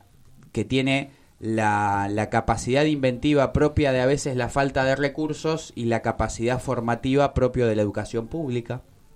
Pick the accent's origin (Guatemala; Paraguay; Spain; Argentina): Argentina